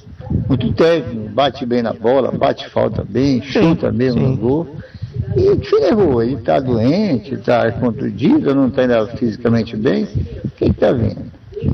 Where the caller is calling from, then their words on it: São Miguel do Guamá, Pará, Brazil; eu sou de São Miguel do Gamal